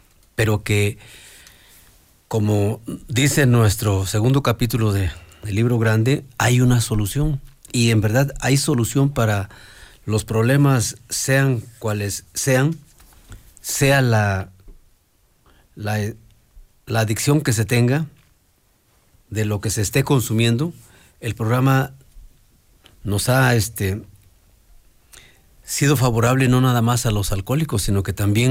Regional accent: Puebla, Mexico

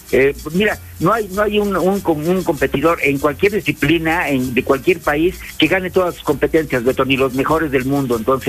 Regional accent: Mexico; como somos los mexicanos

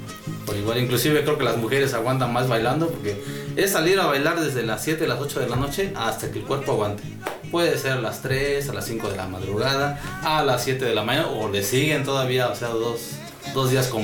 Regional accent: Mexico; todos como mexicanos, porque todos tenemos tradiciones.

